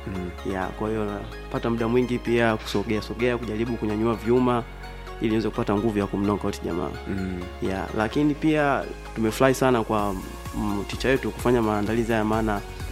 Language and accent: Swahili; Iringa, Tanzania; born there; Ni wa Frelimo. Mimi ni mzaliwa wa Frelimo.